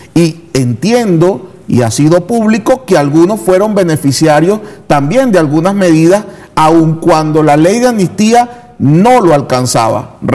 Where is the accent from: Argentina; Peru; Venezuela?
Venezuela